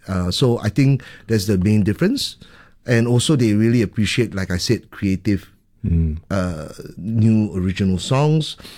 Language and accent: English; Singapore; I mean, I'm Singaporean and growing up in Singapore, you know, when I was 16, as I said, you know, in church I learned music